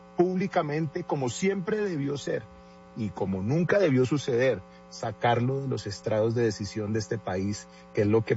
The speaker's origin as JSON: {"language": "Spanish", "town": "Bogotá", "region": "Bogotá D.C.", "country": "Colombia", "said": "Yo, como bogotano, como ciudadano, como concejal de Bogotá"}